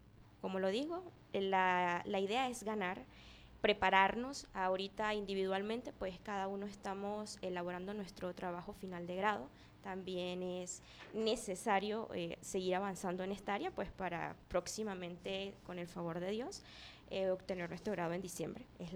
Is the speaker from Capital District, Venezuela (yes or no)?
no; Mérida, Venezuela; demostrar que los venezolanos tenemos talento, pero sobre todo los merideños, porque cabe acotar que todos aquí somos andinos